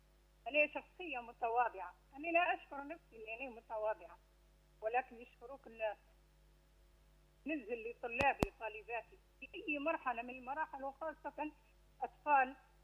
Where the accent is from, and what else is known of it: Libya